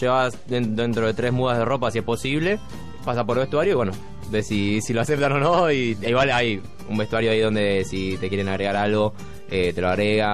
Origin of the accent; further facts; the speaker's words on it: Wilde, Buenos Aires Province, Argentina; yo soy de Wilde